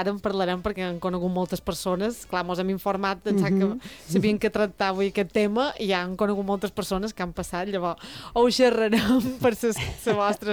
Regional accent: Inca, Balearic Islands, Spain; jo som de Sant Francesc d'Inca

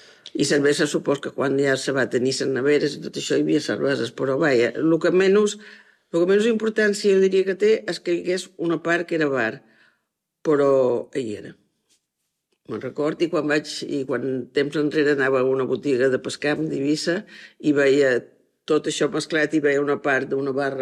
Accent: Ibiza, Balearic Islands, Spain; born there; Vaig néixer a Eivissa, a Vila, l'any 1948, el 23 de febrer

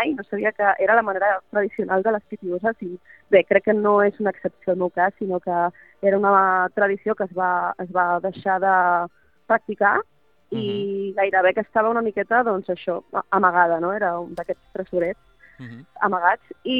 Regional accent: Balearic Islands, Spain; Perquè és veritat que jo soc eivissenca, sí, però de família que ve de fora.

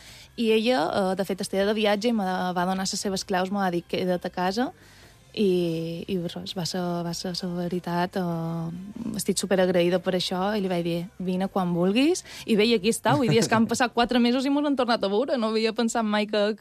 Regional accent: Balearic Islands, Spain; jo li deia, bé, sóc d'una illa d'Espanya, sóc de Mallorca, i...

